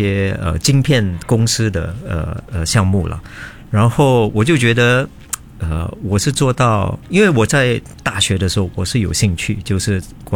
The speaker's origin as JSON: {"language": "Chinese", "country": "Singapore", "said": "我们就是新加坡人在战争的时候经过的经历"}